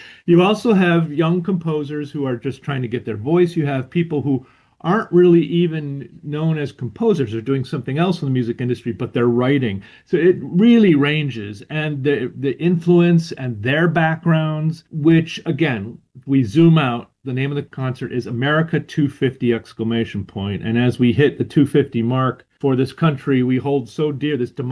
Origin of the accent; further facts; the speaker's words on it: Chicago, Illinois, United States; my hometown, Chicago.